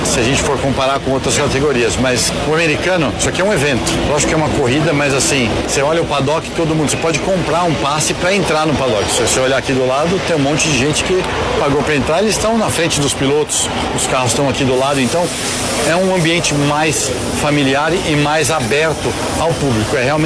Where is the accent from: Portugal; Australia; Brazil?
Brazil; Eu sou brasileiro, a gente gosta de muvuca, a gente gosta de confusão